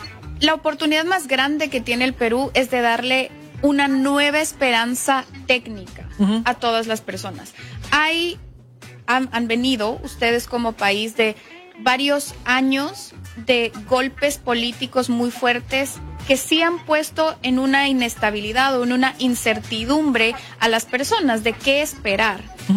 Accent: Ecuador; also born or lived in Mexico; Sí, yo soy de Ecuador y viví un tiempo en México donde tuve mi mayor exposición política.

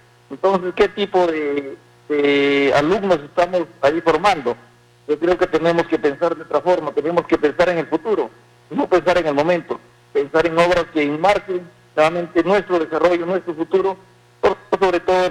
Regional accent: Talara, Piura, Peru; also born or lived in Lima; nacido en Talara, criado en Talara, y salí a estudiar a Lima y luego regresé

